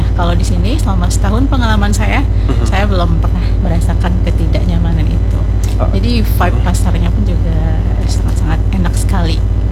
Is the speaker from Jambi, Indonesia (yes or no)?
yes; Jambi, Indonesia; now in Banjarbaru, Indonesia